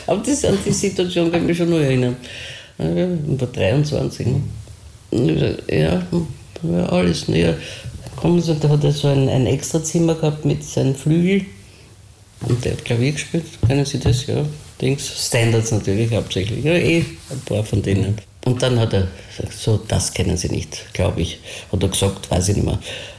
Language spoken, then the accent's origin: German; Vienna, Austria; Und als Wienerin wird mir das ja gelingen.